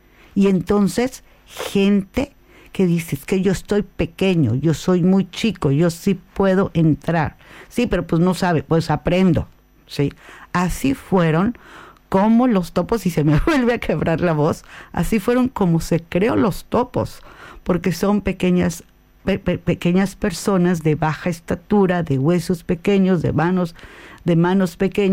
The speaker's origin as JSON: {"language": "Spanish", "country": "Mexico", "said": "No, precisamente como mexicanos y como país que hemos vivido dos temblores bastante fuertes"}